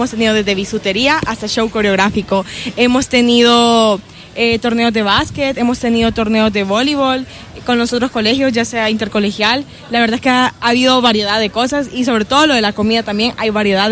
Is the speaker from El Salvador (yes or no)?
yes; El Salvador; Como buena salvadoreña, yo prefiero las pupusas.